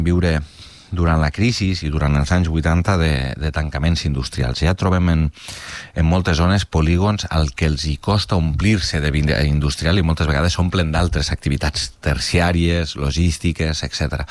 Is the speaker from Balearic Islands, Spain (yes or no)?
no; Catalonia, Spain; now in Molins de Rei, Spain; al costat del meu poble de tota la vida, a Biosca, a Torà